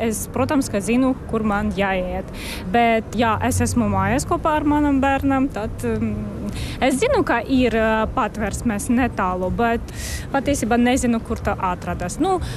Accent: Ukraine; Latvian is a second language; now in Latvia; Nu jā, es esmu no Ukrainas, jā.

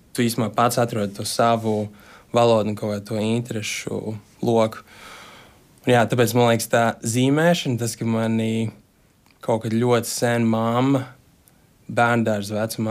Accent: Riga, Latvia; Mans mājas, tas ir, no kurienes es nāku, un es vienmēr šiem braucu atpakaļ, mēs abi ar sievas no šeienes, no Rīgas.

